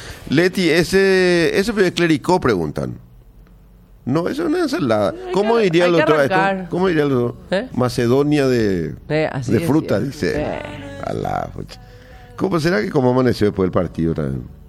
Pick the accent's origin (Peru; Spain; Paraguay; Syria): Paraguay